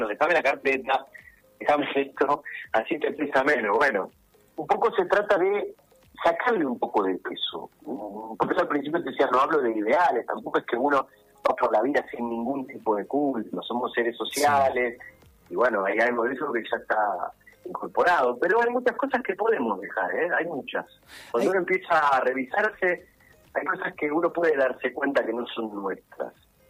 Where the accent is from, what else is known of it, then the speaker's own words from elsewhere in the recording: Buenos Aires, Argentina; No soy la persona de Buenos Aires típica que por ahí no sale, ¿viste?